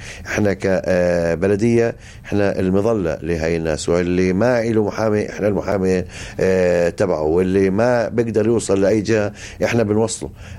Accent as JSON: {"language": "Arabic", "country": "Palestine", "said": "احنا كفلسطينيين"}